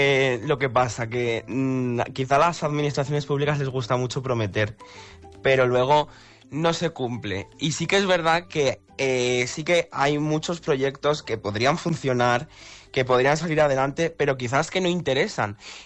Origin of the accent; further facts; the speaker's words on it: Guadalaviar, Aragon, Spain; moved away; para un pueblo como es el mío, como es Guadalaviar